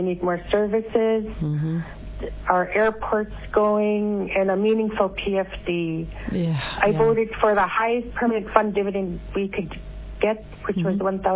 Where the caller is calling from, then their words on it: Toksook Bay, Alaska, United States; I come from Tuksuk Bay